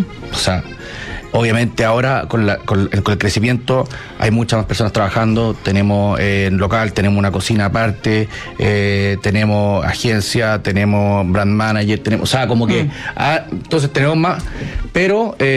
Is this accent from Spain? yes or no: no; Chile; born there; Nací en Chile, sí.